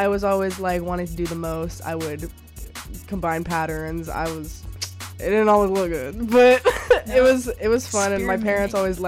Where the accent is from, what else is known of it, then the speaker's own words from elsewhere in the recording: Cumming, Georgia, United States; also born or lived in Canton; I grew up in Forsyth County in Cumming. If you know, you know.